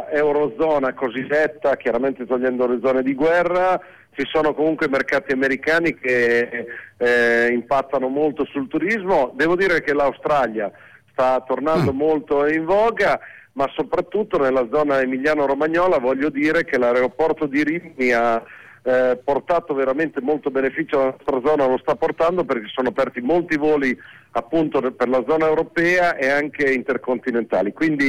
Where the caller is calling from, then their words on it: San Marino; sono da San Marino. Tutti.